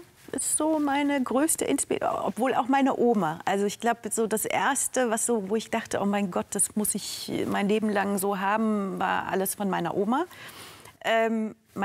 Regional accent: Essen, North Rhine-Westphalia, Germany; moved away as an adult; also born or lived in Singapore / Düsseldorf; now in London, United Kingdom; Da bin ich in Essen aufgewachsen, Grundschule, Gymnasium. Und nach dem Gymnasium bin ich dann nach Düsseldorf gezogen und habe da dann Medizin studiert. Und nach dem Studium bin ich direkt nach London

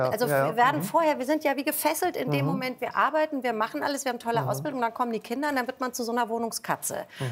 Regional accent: Northern Germany, Germany; Ich bin aus Norddeutschland.

